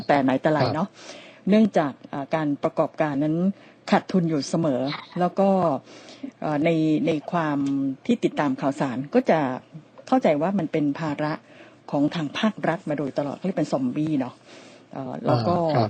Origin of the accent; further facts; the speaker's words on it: Bangkok, Thailand; สำหรับเราชาวกรุงเทพมหานครคนเดินดินกินข้าวแกงนี่น้อยนักที่จะไม่เคยนั่งรถเมล์